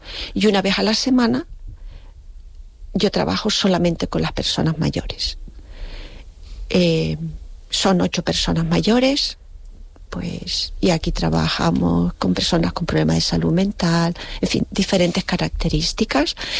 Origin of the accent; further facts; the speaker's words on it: El Hierro, Canary Islands, Spain; yo soy del Hierro